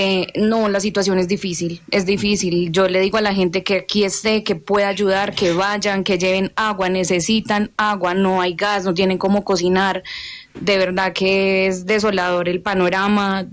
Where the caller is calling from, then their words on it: Calarcá, Quindío, Colombia; yo soy de Calarcá, Quindío